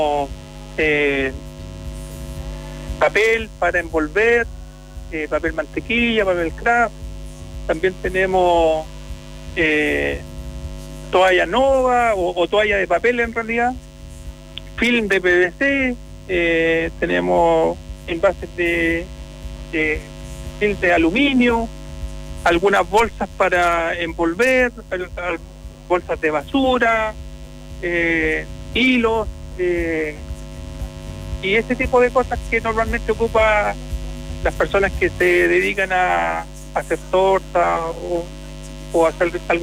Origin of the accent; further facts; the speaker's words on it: Curanilahue, Biobío, Chile; moved away; la verdad es que yo me fui de Curanilagüe hace 30 años con la expectativa de buscar intenciones en otros lugares y efectivamente me resultó. Y después de un tiempo he decidido volver a mi comuna, en la cual yo siempre me he sentido parte